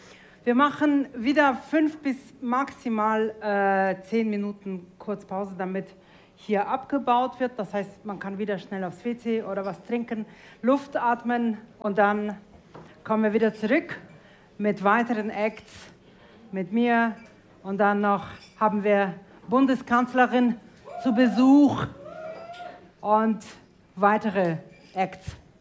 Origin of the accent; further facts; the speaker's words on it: Tajikistan; first language Tajik and Russian; German is a second language; now in Germany; ich bin in Tadschikistan geboren und aufgewachsen. Und wie ich schon gesagt habe, ich habe einen Mix gesprochen, Tadschikisch und Russisch. Dann bin ich nach Deutschland und habe dann Deutsch gelernt und alles andere verdrängt.